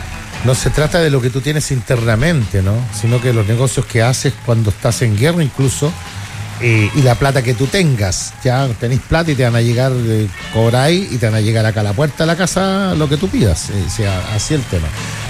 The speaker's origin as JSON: {"language": "Spanish", "country": "Chile", "said": "El chileno lo mismo, pues tenemos nuestras propias jergas, nuestros propios modismos, nuestras propias costumbres, cómo hablamos, el tono, el acento."}